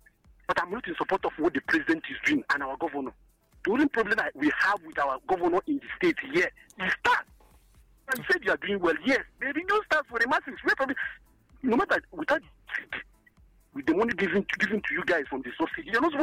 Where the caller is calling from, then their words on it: Enugu, Enugu State, Nigeria; I'm calling from Enugu precisely.